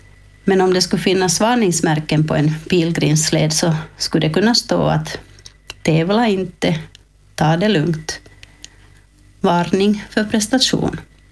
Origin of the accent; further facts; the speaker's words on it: Kokkola, Ostrobothnia, Finland; och den österbottniska delen av leden börjar faktiskt här i Karleby, som är min hemort.